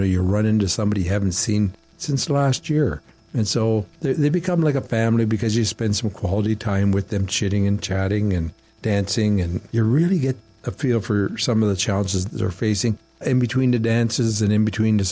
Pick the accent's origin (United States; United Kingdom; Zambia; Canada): Canada; Sheshegwaning First Nation, Ontario; I'm Odawa. I come from Shishigwaning First Nation.